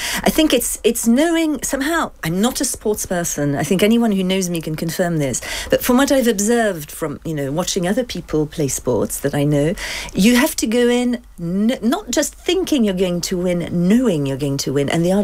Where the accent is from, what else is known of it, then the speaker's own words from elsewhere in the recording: France; also born or lived in United Kingdom; I am. I'm also a British subject. I'm both, and my family is both. I'm married to an Englishman.